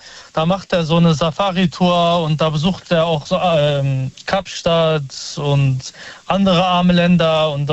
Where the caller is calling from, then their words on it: Cologne, North Rhine-Westphalia, Germany; Ja, bei uns in Köln ein bisschen stürmisch, windig, Regen.